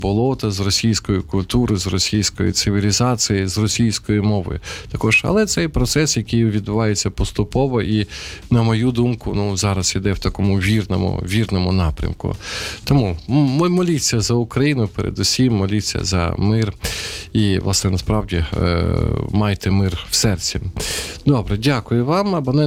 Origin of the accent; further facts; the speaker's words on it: Sumy, Sumy Oblast, Ukraine; я, наприклад, от повернувся зараз із Сум, знову ж таки, моє рідне місто